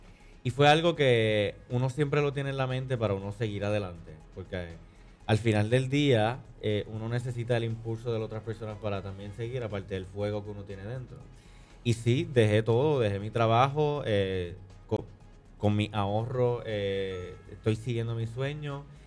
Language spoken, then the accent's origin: Spanish; Fajardo, Puerto Rico; Pues mira, yo nunca olvido de dónde vengo. Soy producto de Fajardo, soy producto de una escuela vocacional.